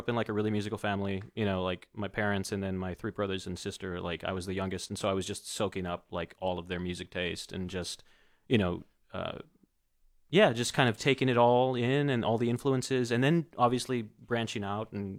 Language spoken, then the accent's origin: English; Laredo, Texas, United States; We're both from Laredo, Texas, or we're all from Laredo, Texas.